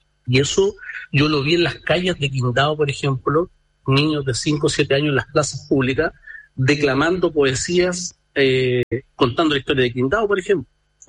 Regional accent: Chile; nosotros como chilenos

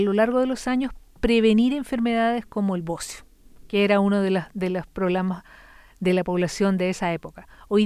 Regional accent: Chile; nosotros como chilenos

